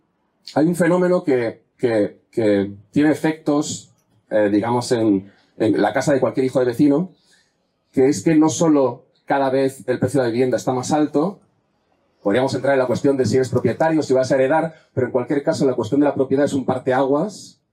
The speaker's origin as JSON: {"language": "Spanish", "region": "Catalonia", "country": "Spain", "said": "Yo vengo de Cataluña, para bien y para mal"}